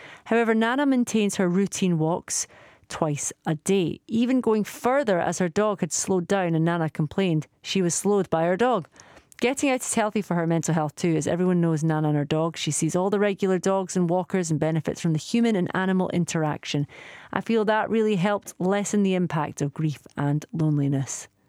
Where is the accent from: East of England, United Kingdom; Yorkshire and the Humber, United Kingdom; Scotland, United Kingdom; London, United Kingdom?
Scotland, United Kingdom; Edinburgh; I'm from Edinburgh.